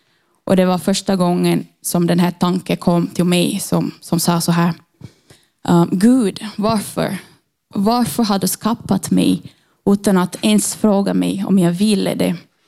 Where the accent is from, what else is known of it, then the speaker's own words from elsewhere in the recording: Brazil; now in Finland; Och jag är ursprungligen från Brasilien. Och jag har bott i Finland i 8 år.